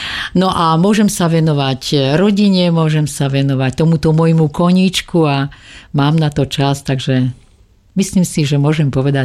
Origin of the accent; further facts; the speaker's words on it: Koritárky, Banská Bystrica Region, Slovakia; u nás na Koritárka a vôbec na Podpolaní je známe, že my si vlastne uchovávame tie tradície aj do súčasného obdobia.